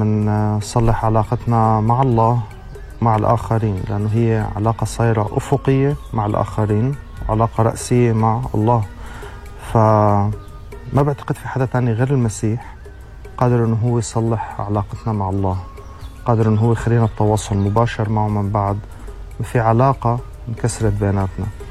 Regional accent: Syria; now in Europe; أنا سوري، قيم حاليا في أوروبا ومؤمن بالمسيح من قرابة 7 سنوات.

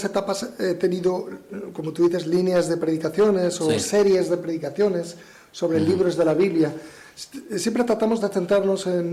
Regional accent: Ciudad Real, Castilla-La Mancha, Spain; Yo soy de Ciudad Real, capital es donde vivía, que soy de un pueblo de Ciudad Real, y yo solía ir a muchos grupos católicos, pues estaba muy metido en el mundo de la Semana Santa

